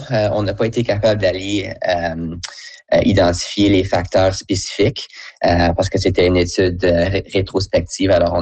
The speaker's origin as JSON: {"language": "French", "town": "Ottawa", "region": "Ontario", "country": "Canada", "tie": "born or raised there", "moved": "yes", "lives_now": "Winnipeg, Canada", "said": "Moi, j'ai grandi à Ottawa dans un environnement bilingue. J'ai fait la plupart de mes études en français."}